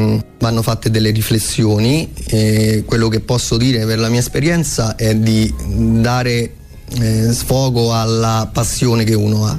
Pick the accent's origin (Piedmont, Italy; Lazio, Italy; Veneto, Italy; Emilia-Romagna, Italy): Lazio, Italy; Sacrofano; moved away as an adult; Il paese di Sacrofano, dove sono nato, cresciuto, tanti amici, ha fatto sì che tornassi